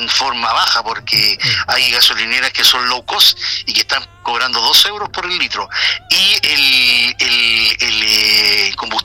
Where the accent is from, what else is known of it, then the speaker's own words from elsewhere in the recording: Chile; la forma de que nosotros como chilenos celebramos nuestras fiestas